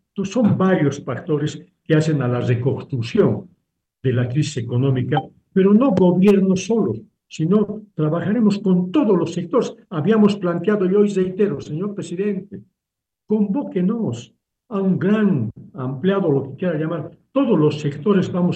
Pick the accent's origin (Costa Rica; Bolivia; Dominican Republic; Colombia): Bolivia; somos parte de Bolivia